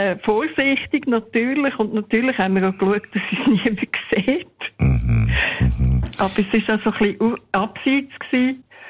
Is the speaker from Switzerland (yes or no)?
yes; Zofingen, Aargau, Switzerland; nachher immer plötzlich wieder alle von der gleichen Stadt zusammen getroffen, also von Zofingen her, wo ich aufgewachsen bin.